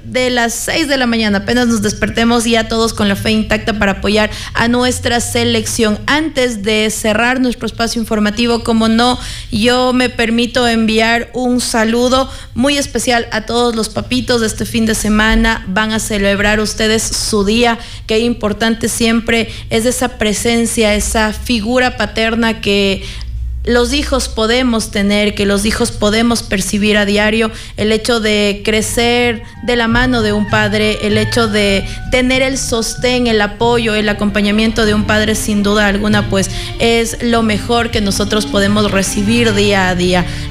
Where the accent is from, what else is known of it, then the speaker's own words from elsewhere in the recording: Ecuador; todos como ecuatorianos haciendo fuerza ya por nuestra selección